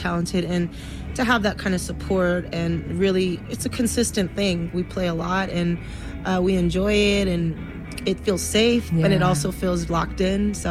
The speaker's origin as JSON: {"language": "English", "town": "Los Angeles", "region": "California", "country": "United States", "said": "I was an L.A. girl"}